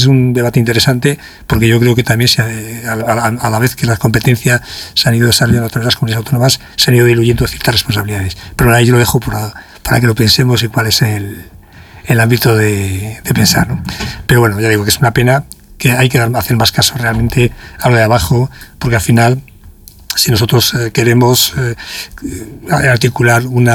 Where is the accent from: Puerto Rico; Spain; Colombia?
Spain; Castrillo de Murcia, Castile and León; en mi pueblo, en Castillo de Murcia